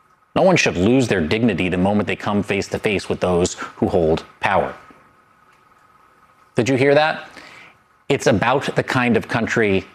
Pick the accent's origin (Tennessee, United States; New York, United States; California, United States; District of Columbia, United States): California, United States; Los Angeles; We are now learning more about the federal agents who actually carried out raids in my hometown of LA earlier last year